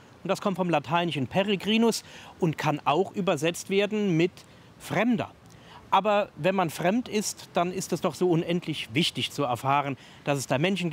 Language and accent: German; Püttlingen, Saarland, Germany; now in Fresagrandinaria, Italy; da gibt es auch eine Piazza di Püttlingen, eine Via di Püttlingen, die mich, wenn ich dort bin, an meine Heimat erinnert.